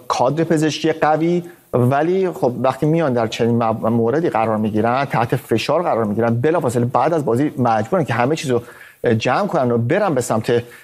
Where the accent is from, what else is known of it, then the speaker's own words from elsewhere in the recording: Iran; همه ما ایرانی هستیم